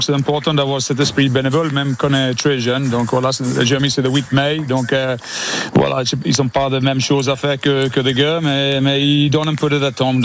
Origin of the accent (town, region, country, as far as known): England, United Kingdom; French is a second language; now in France